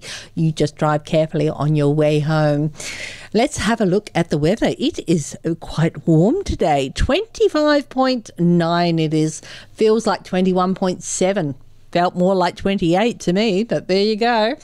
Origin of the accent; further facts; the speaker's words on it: England, United Kingdom; What can I say? I'm English.